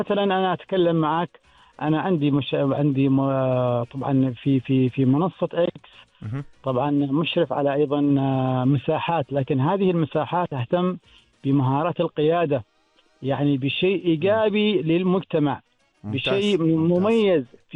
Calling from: Oman; إذا تكلمنا إحنا كعماني وكمسلم

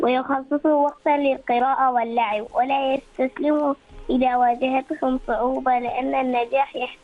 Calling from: Oman; وطني سلطنة عمي

